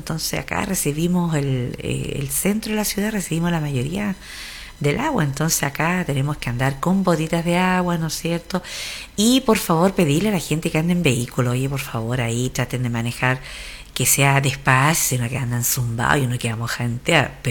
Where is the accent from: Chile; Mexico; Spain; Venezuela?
Chile